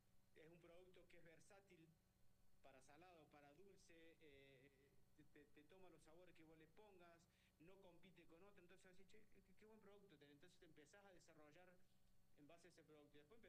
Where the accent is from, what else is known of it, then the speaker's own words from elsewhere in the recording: Córdoba, Argentina; accent: cordobés; now in Neuquén, Argentina; Y yo digo, yo hoy soy más neuquino que cordobés, más la tonada cordobés ya prácticamente la perdí, no la tengo, y desarrollo mi cocina, mi gastronomía acá en Neuquén.